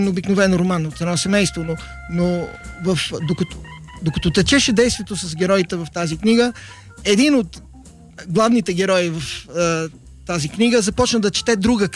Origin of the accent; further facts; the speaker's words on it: Croatia; И хърватин, да. А майка ми от Белене.